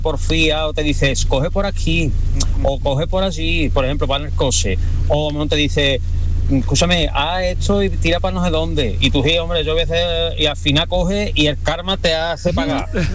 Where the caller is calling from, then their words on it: Sanlúcar, Andalusia, Spain; de Sanlúcar